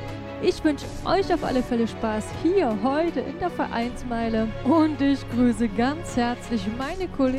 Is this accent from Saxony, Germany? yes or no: no; Saalfeld-Rudolstadt district, Thuringia, Germany; Ich komme aus dem Landkreis Saalfeld, Ruderstadt, Bad Blankenburg, unser Städtedreieck.